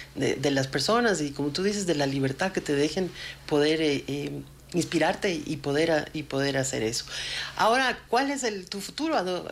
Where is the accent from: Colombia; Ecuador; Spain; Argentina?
Ecuador; Quito, Pichincha; tú y yo, que somos quiteños, tenemos toda esta sal quiteña